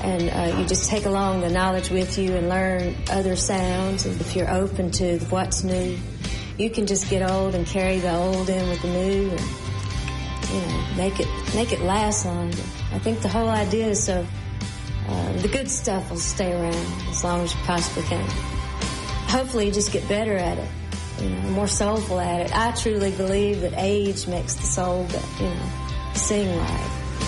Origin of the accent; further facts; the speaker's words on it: the South, United States; I'm a Southerner